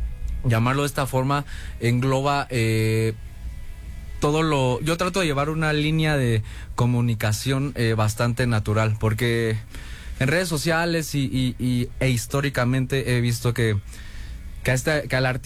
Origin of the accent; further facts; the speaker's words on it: Mexico City, Mexico; yo crecí en la Gustavo Amadero, ¿no? Uh-huh. Una colonia una delegación de por acá.